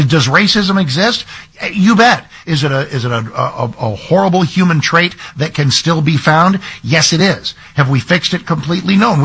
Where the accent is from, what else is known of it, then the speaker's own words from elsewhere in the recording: Texas, United States; born there; And when I was born in Texas in November 1957